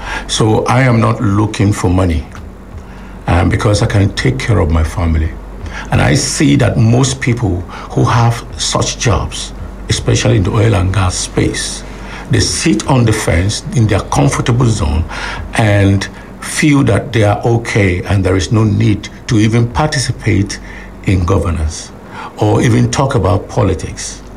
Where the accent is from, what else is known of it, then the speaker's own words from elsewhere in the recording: Vandeikya, Benue, Nigeria; as you rightly pointed out. I am from Sambaduko in Vandika local government of Benue State.